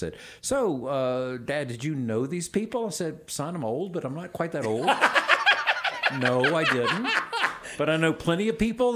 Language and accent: English; the South, United States; born there; as a Southerner by birth